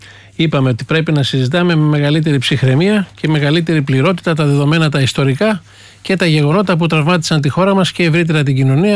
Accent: Italy; παρότι είμαι Ιταλός εγώ

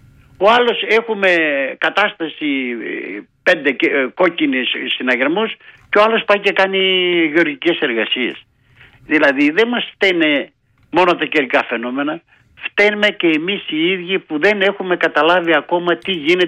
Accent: Kilkis, Central Macedonia, Greece; now in Athens, Greece; Είμαι στο χωριό μου, στο Κλικής, λέγεται Ειρηνικό το χωριό.

